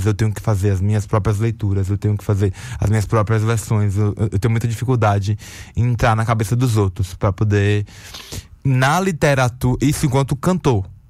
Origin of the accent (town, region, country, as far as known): Alagoinhas, Bahia, Brazil